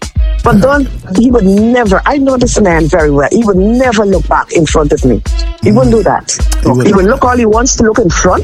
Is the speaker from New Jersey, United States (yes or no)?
yes; New Jersey, United States; I'm from New Jersey and I rep in New Jersey to the bone.